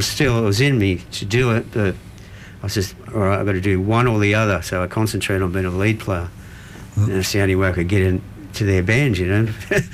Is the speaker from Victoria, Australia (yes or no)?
no; Kogarah, New South Wales, Australia; We grew up in Cogra, down, Cogra, like Brighton area and all that. We grew up around there